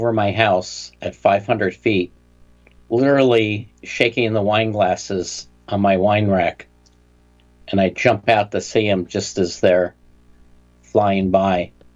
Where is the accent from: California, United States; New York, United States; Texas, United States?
California, United States; Los Gatos; my hometown of Los Gatos